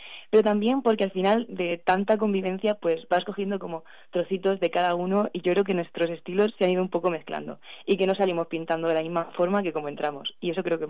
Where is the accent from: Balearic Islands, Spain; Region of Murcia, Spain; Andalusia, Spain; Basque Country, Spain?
Region of Murcia, Spain; Yo vengo de Murcia, a mí Murcia me encanta